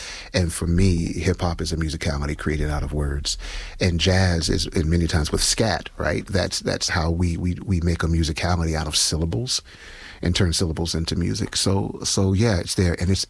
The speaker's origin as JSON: {"language": "English", "town": "Chicago", "region": "Illinois", "country": "United States", "tie": "born there", "also_born_or_lived": "Mississippi", "said": "I was born in the 60s, grew up in the 70s and 80s, right? So where I come from, I was born in Mississippi, so blues was ubiquitous. It was always there. When moving to Chicago, both blues and jazz was ubiquitous."}